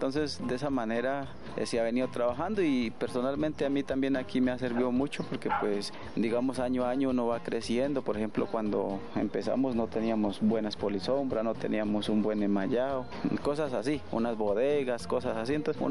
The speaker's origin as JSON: {"language": "Spanish", "country": "Colombia", "said": "yo soy del área de Loma Pueblito"}